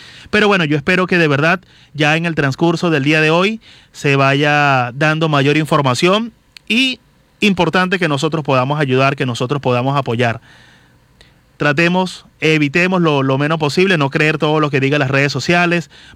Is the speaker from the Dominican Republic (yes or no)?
no; Venezuela